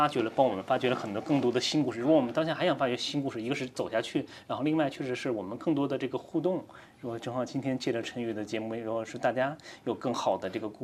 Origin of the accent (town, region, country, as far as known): China